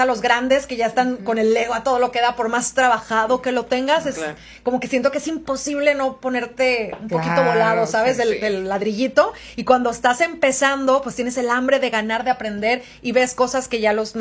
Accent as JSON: {"language": "Spanish", "country": "Mexico", "said": "qué bonito lo que hemos hecho en México también, demostrar quiénes somos como mexicanos."}